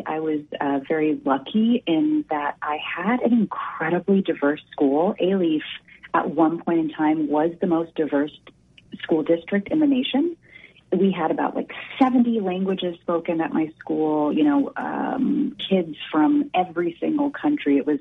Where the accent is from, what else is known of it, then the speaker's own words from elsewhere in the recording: Houston, Texas, United States; I was mixed race. And I was growing up in Houston, Texas in 1999 with a Colombian immigrant mom and a Persian immigrant dad.